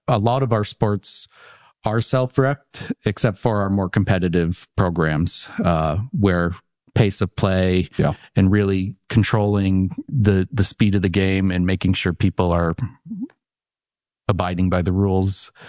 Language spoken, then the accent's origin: English; Burlington, Vermont, United States; I'm a local. I grew up in Vermont, in the Burlington area.